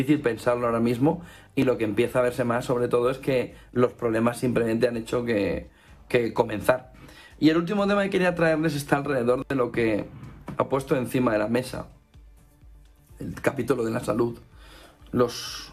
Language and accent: Spanish; Alicante, Valencian Community, Spain; Todo en Alicante, en mi tierra, es pan de todos los días, de todos los veranos.